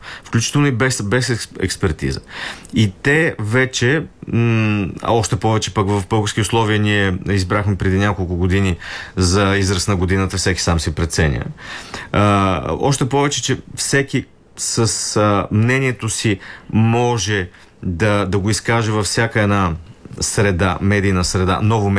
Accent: Plovdiv, Plovdiv Province, Bulgaria; now in Sofia, Bulgaria; Сега аз като пловдивчанин, разбира се, имам своя сантимент към Пловдив, но като живееш в София от 30 години, повече отколкото съм живял в Пловдив

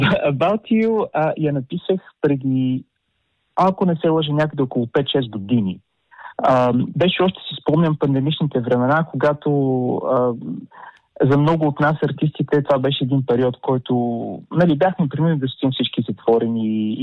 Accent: Burgas, Burgas Province, Bulgaria; now in London, United Kingdom; да съм си в България, разбира се август месец, тъй като аз съм родом от Бургас.

